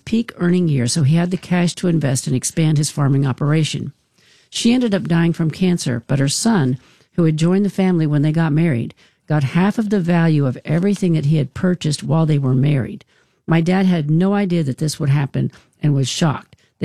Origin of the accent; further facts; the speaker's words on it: Idaho, United States; So I grew up in Idaho, which is a community property state.